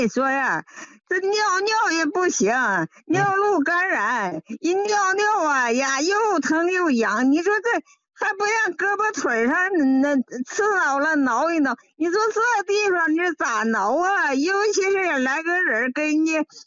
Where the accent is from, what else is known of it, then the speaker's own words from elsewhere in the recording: Shenyang, Liaoning, China; 我家是沈阳的。